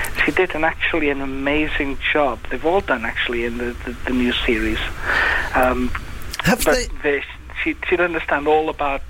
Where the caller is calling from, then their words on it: Wales, United Kingdom; Yes, I am actually calling from Wales.